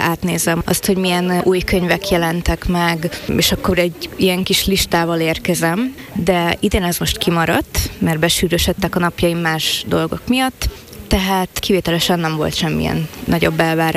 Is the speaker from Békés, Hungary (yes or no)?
yes; Békés, Hungary; én magyarországi szlovák származású vagyok, Békés megyéből származom.